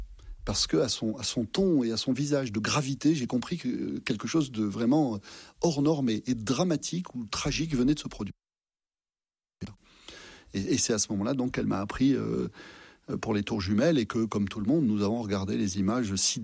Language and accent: French; Massif Central, France